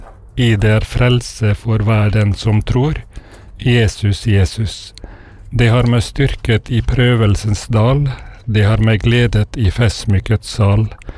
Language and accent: Norwegian; Vestnes, Møre og Romsdal, Norway; fra Vestnes.